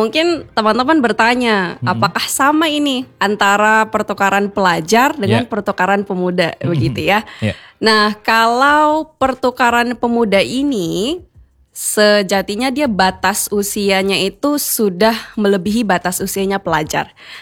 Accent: Pekanbaru, Riau, Indonesia; Betul, saya asli Pekanbaru, lahir dan besarnya memang di Pekanbaru.

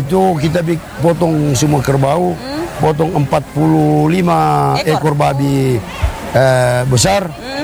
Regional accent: Toraja, South Sulawesi, Indonesia; Kalau kita orang Toraja, khusus orang Tondon

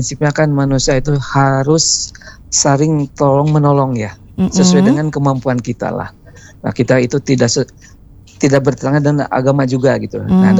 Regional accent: West Java, Indonesia

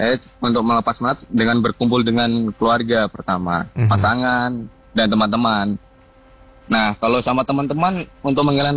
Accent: Kudus, Central Java, Indonesia; Saya kan orang Kudus soalnya.

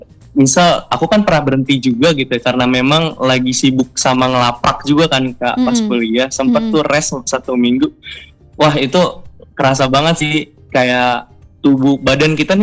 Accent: Bekasi, West Java, Indonesia; born there; also born or lived in Bandung; Aku sebenarnya aslinya tuh Bekasi, cuman memang waktu itu aku sempat lama juga di Bandung

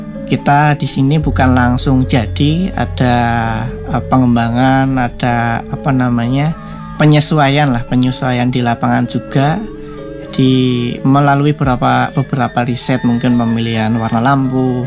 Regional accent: Indonesia; di desa saya, di Desa Mugel

